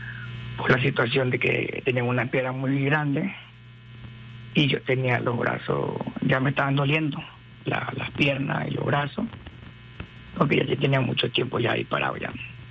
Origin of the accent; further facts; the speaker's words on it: Caraballeda, La Guaira, Venezuela; Soy de La Guaira de Caribe, Barroca Caraballeda.